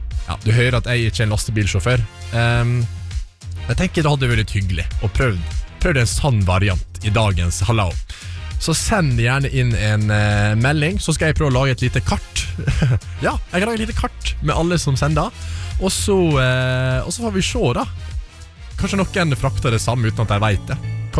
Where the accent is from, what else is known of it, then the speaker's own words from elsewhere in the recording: Flemsøy, Møre og Romsdal, Norway; der jeg kommer fra, Flemsøy